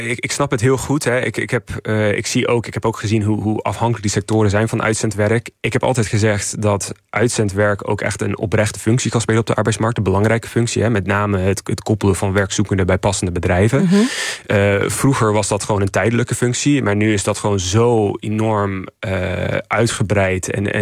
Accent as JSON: {"language": "Dutch", "country": "Canada", "second_language": "Dutch", "said": "ik kom oorspronkelijk uit Canada."}